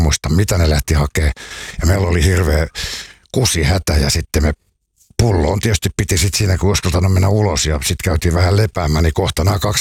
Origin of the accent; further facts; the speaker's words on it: Helsinki, Uusimaa, Finland; Stadista.